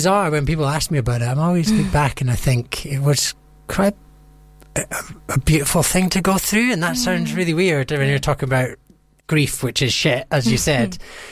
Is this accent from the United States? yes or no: no; Scotland, United Kingdom; she was from New York, I'm from Scotland, so there is a bit of cultural differences as well.